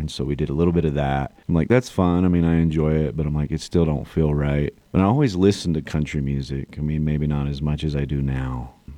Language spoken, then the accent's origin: English; Sandy, Utah, United States; also born or lived in Tennessee; I'm from Sandy, Utah.